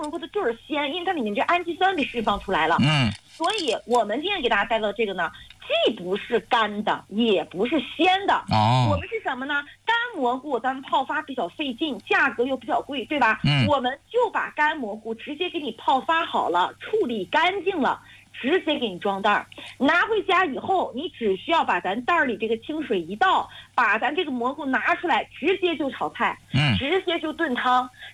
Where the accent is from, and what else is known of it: Northeast China, China